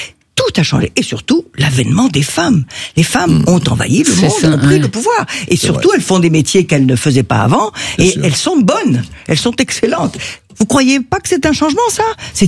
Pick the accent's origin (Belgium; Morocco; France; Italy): Morocco; Rabat, Rabat-Salé-Kénitra; Et c'est pour ça que je suis née au Maroc.